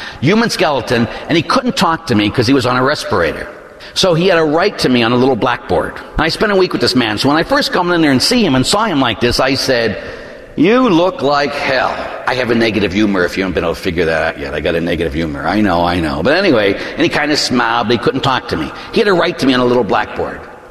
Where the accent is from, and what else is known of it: Pittsburgh, Pennsylvania, United States; born or raised there